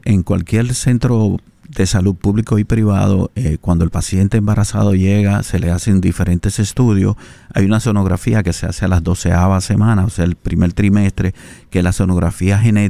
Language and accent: Spanish; San Francisco de Macorís, Duarte, Dominican Republic; accent: Cibaeño; Somos dominicanos de pura cepa de San Francisco de Macorís.